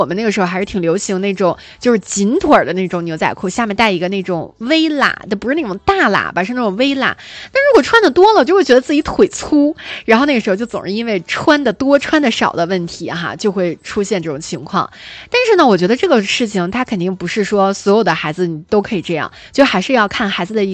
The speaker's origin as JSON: {"language": "Chinese", "region": "Northeast China", "country": "China", "moved": "yes", "said": "因为我是东北的嘛"}